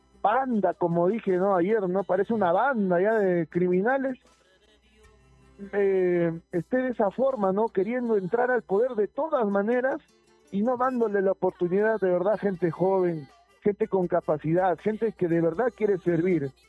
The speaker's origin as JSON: {"language": "Spanish", "region": "Huancavelica", "country": "Peru", "said": "somos huancabelicanos"}